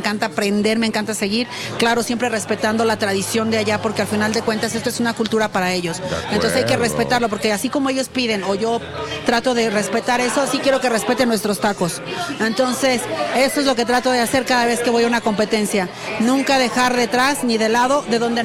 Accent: Mexico; Es lo que nos trae a nosotros como mexicanos y nos distingue el maíz.

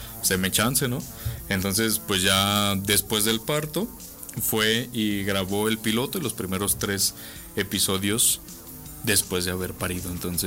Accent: Mexico; Entonces somos los mexicanos, ¿no? Nos aventamos el tiro

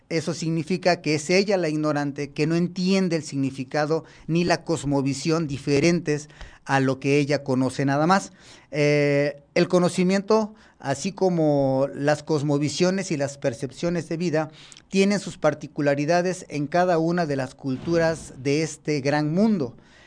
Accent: Mexico

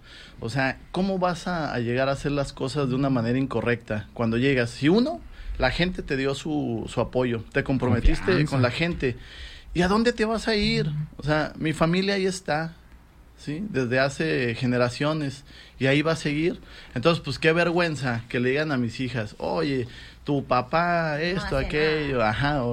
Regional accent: Guerrero, Mexico; yo soy de Guerrero, del municipio de Guerrero.

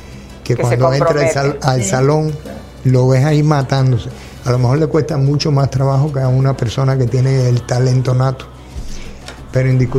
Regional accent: Mexico; porque ya yo soy mexicano y soy campechano desde hace 27 años, tengo pues el corazón mío aquí en esta tierra, con este calor.

